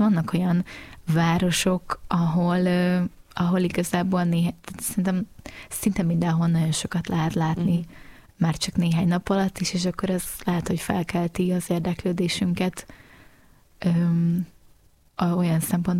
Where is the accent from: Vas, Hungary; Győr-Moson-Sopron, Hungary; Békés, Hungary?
Győr-Moson-Sopron, Hungary; Lébény; Én egy faluból származom egyébként, és abszolút lehet világutazóvá válni lébényi lakosként is.